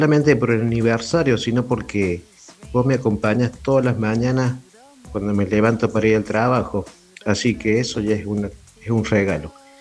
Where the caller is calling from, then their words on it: Córdoba, Argentina; te hablo desde Córdoba, Argentina.